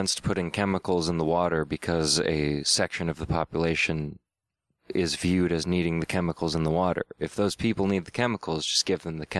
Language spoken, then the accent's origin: English; California, United States; And that's a big issue with growing up in California, is you develop a trust in the government